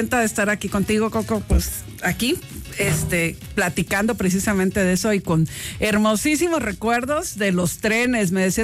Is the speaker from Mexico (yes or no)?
yes; Mexico; para nosotros como mexicanos